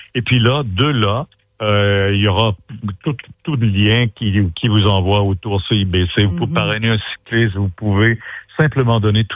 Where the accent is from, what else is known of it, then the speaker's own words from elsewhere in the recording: Quebec, Canada; chez nous, au Québec